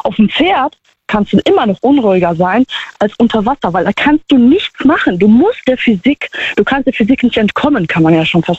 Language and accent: German; Poland; Ich komme auch aus Polen, ich bin jetzt auch nicht Gold geboren, sag ich jetzt mal.